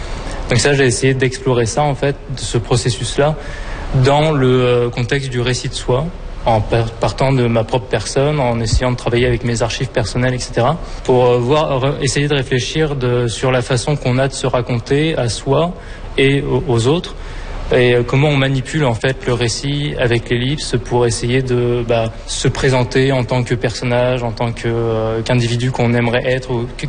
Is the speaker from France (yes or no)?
yes; Antibes, Provence-Alpes-Côte d'Azur, France; moved away as an adult; now in Quebec, Canada; je viens d'Antibes, c'est proche de Nice, sur la Côte d'Azur, en France. C'est à la frontière italienne.